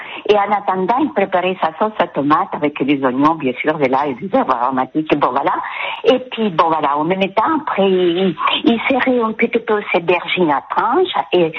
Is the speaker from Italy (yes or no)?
yes; Calabria, Italy; moved away as an adult; now in France; Exactement, je viens de la Calabre et j'habite en Calice maintenant depuis 50 ans, depuis que je me suis mariée. Mais bon, voilà, mes racines sont italiennes.